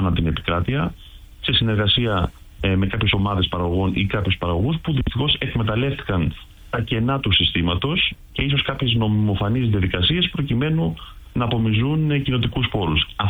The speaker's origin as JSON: {"language": "Greek", "region": "Crete", "country": "Greece", "said": "εγώ βάζω μέσα και την Κρήτη, τον τόπο μου"}